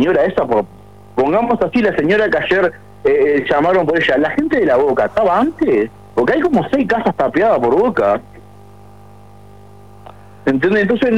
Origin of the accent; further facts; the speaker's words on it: Maldonado, Uruguay; Yo soy oriundo de Maldonado, viví toda la vida acá, nacido y criado